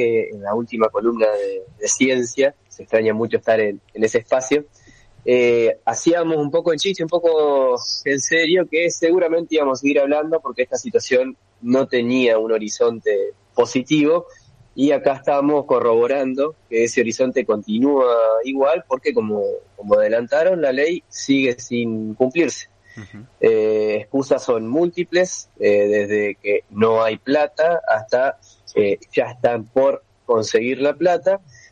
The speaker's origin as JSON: {"language": "Spanish", "country": "Argentina"}